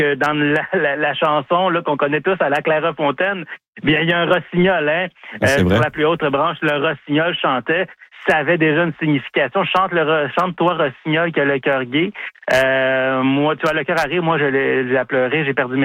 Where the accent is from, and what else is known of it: Saint-Justin, Quebec, Canada; born or raised there